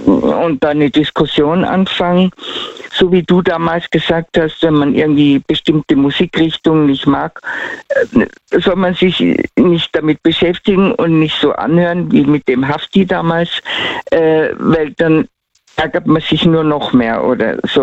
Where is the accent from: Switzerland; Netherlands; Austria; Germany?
Austria; Tyrol; accent: Tyrolean